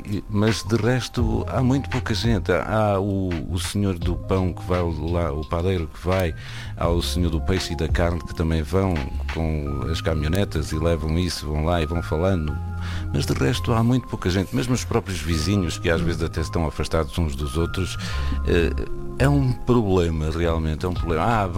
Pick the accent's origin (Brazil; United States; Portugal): Portugal; Vinhais, Norte; also born or lived in Braga; eu sou de uma aldeia, eu nasci ainda em casa, nasci em 1971, na casa de cima da minha avó, que eu digo sempre, isto foi transformada em maternidade Alfredo da Costa, na aldeia do Rio de Fornos. É uma aldeia no sopé da Serra da Crua